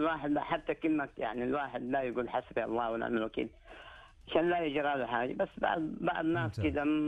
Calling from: Saudi Arabia; عندنا في المملكة العربية السعودية

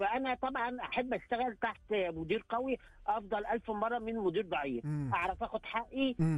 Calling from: Egypt

